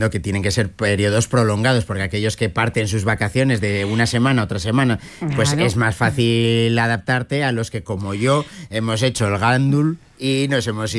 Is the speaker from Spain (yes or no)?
yes; Pamplona, Navarre, Spain; Como yo soy de Pamplona, pues me toca trabajar en fiestas de mi pueblo.